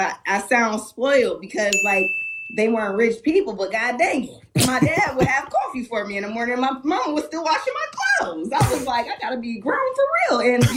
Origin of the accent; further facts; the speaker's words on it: Milwaukee, Wisconsin, United States; I'm from Milwaukee's North Side. My parents weren't rich. You know, they were working class people. So we didn't travel a lot.